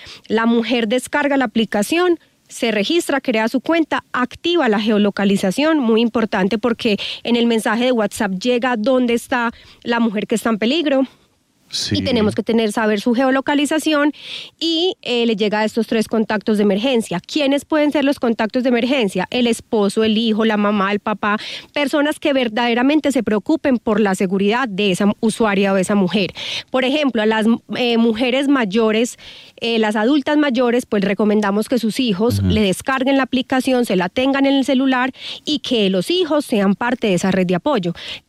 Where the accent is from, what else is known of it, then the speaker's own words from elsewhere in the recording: Antioquia, Colombia; Bueno, soy antioqueña de 36 años. Soy mamá.